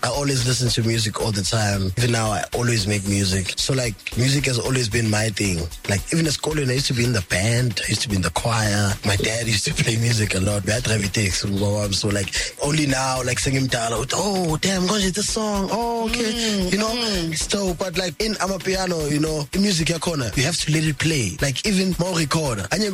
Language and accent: English; KwaThema, Gauteng, South Africa; is born and bred in Kwathema in the East Rand. I went to Sarko Primary, went to Springs Boys High, went to St. Anthony's College afterwards.